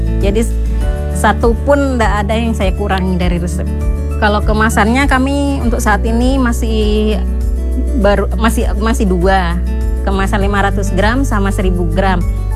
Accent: Indonesia; Karena saya berasal dari Hulu, jadi targetnya pasar Hulu.

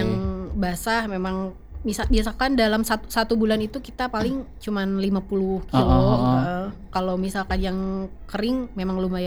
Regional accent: Jakarta, Indonesia; Aku asli dari Rorotan.

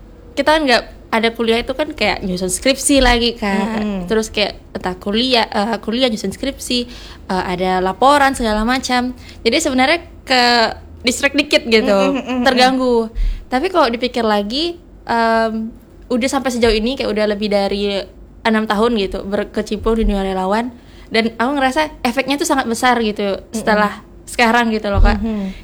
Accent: Pontianak, West Kalimantan, Indonesia; kalau kita itu orang Pontianak lah, kayak uh-huh. bisa kalau saya kan hidupnya lama di sini ya kak.

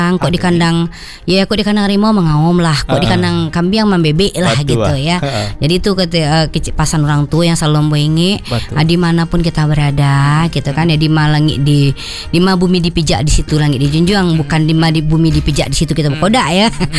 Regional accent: West Sumatra, Indonesia; orang kita sebagai orang Minang tetap kita bapaci ya dengan adat besan syarat-syarat besan di kitabullah. Dimanapun kita berada, orang Minang itu identik dengan Islam

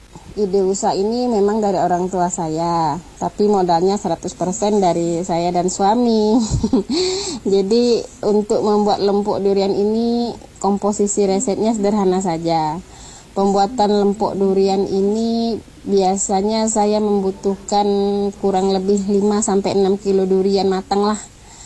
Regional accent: Riau, Indonesia; born there; moved away as an adult; now in Jambi, Indonesia; daerah kelahiran saya di Riau

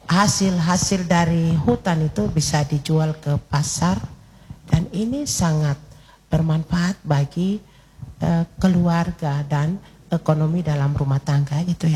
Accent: South Papua, Indonesia; kami orang asli Papua yang berdomisili di MAPI

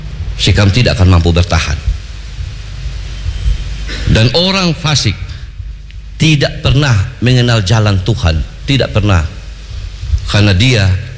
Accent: East Nusa Tenggara, Indonesia; Apalagi kita orang Alor, Selom, Alor, Pura, Selom, bagaimana?

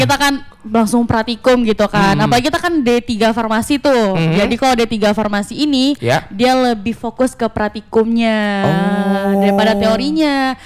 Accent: West Sumatra, Indonesia; born there; moved away; aku aslinya itu dari Padang Priaman, tapi aku udah lama di sini gitu.

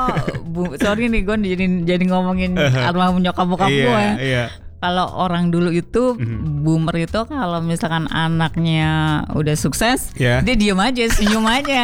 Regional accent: Java, Indonesia; Gendis itu diambil dari karena saya orang Jawa, suka dengan filosofi Jawa.

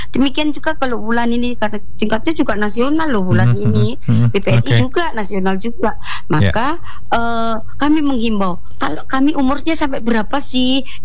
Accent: Java, Indonesia; Kalau kebetulan saya Jawa, ya kan? Maka yang saya tekankan di sini saya Jawa

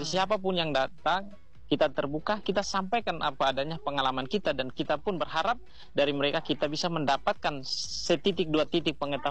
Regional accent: Indonesia

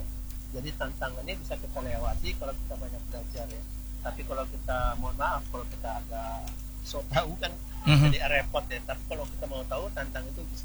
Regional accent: Manado, North Sulawesi, Indonesia; Iya, betul. kita dari Manado.

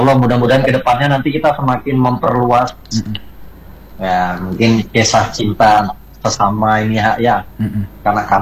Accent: East Kalimantan, Indonesia; Harapan kita sebagai warga Kalimantan Timur apa

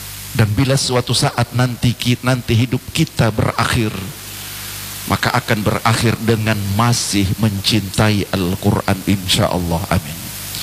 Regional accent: Gorontalo, Indonesia; kita sebagai orang Gorontalo

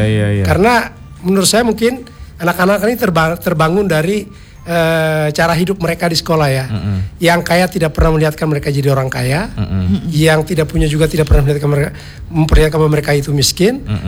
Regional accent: Flores, East Nusa Tenggara, Indonesia; moved away as an adult; now in Lampung, Indonesia; saya asli Flores ya. Saya 28 tahun di Lampung.

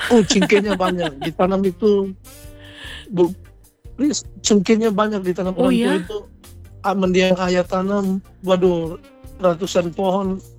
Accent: Manado, North Sulawesi, Indonesia; born there; also born or lived in Toli-Toli, Central Sulawesi; Di Toli-Toli saya lahir. Kecil sampai TK di sana sampai 5 tahun. Cus ke Manado gitu.

